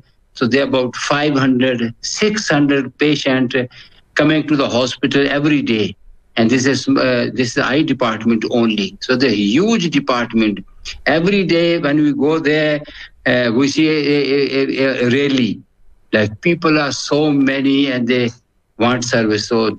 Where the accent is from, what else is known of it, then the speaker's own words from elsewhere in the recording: Pakistan; now in South Africa; because I'm from Pakistan.